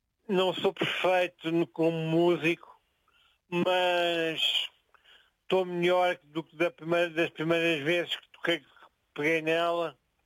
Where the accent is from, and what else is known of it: Lisbon, Portugal; born there; also born or lived in Évora, Alentejo